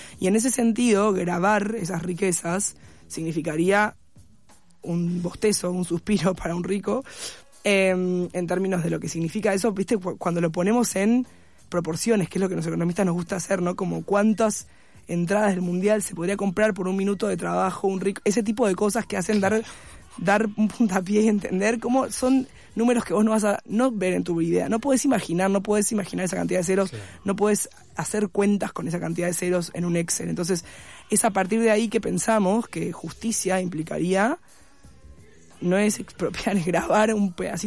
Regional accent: Argentina

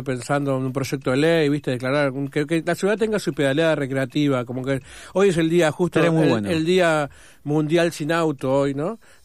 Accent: Buenos Aires, Argentina; yo soy soy porteño.

